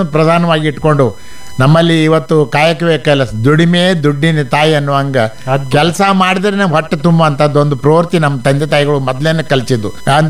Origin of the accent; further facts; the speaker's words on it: Karnataka, India; ನನ್ನ ಹುಟ್ಟು ಅಥಣಿ ತಾಲೂಕು, ಒಂದು ಸಣ್ಣ ಒಂದು ಗ್ರಾಮ, ಅದು ಬಳವಾಡ ಅಂಥೇಳಿ, ಅಥಣಿ ತಾಲೂಕಿದೆ ಸರ್. ನಂದು 1953 ನಾನು ಜನ್ಮ ಆಯಿತು. ಆಮೇಲೆ ಬಾಲ್ಯ ಜೀವನ ಎಲ್ಲ ನಮ್ಮ ಊರಲ್ಲಿ ಕಳೆದೀವಿ.